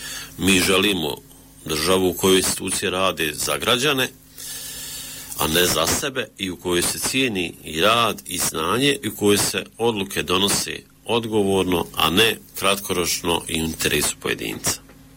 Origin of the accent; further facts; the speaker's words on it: Stjepan Polje, Tuzla Canton, Bosnia & Herzegovina; dolazim iz Stjepan Polja, grad Gračanica.